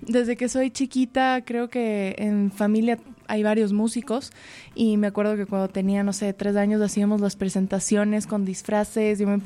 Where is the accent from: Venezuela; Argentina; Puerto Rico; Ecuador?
Ecuador; now in Chile; yo soy de Ecuador, ya. Pero les voy a confesar que no vivo en Ecuador.